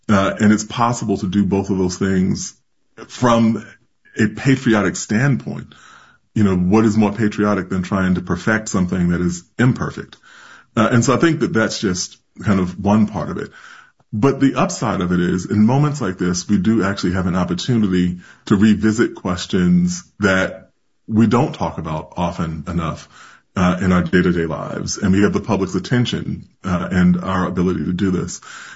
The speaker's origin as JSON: {"language": "English", "region": "New York", "country": "United States", "said": "So I'm a New Yorker"}